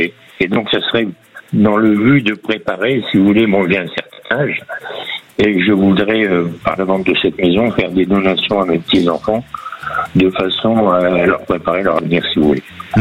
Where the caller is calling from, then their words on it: Hauts-de-France, France; Du Pas-de-Calais.